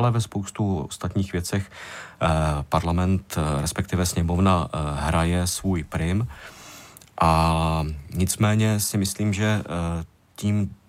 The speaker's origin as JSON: {"language": "Czech", "region": "Vysočina Region", "country": "Czechia", "said": "já jsem hrdý z Vysočiny, takže já to teď zmiňuji takhle široce"}